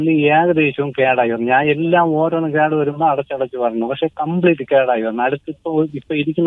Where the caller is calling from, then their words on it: Neyyattinkara, Kerala, India; ഞാൻ നെയ്യാറ്റിൻകര നിന്നാണ്